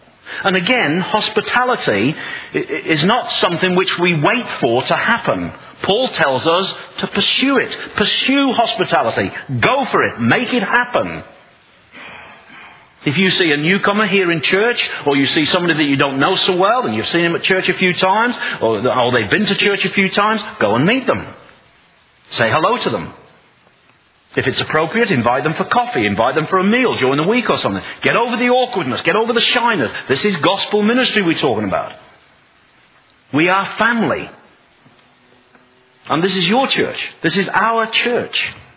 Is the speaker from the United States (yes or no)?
no; United Kingdom; I'm typical British. My home is my castle, thank you very much.